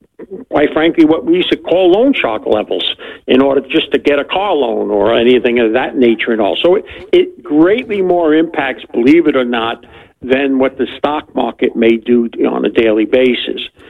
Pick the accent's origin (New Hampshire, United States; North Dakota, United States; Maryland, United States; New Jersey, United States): New Jersey, United States; So first of all, I'm from New Jersey, so we always have opinions.